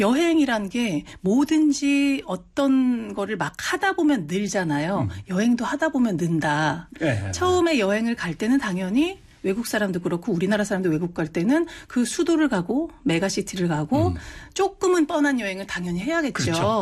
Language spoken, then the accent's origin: Korean; South Korea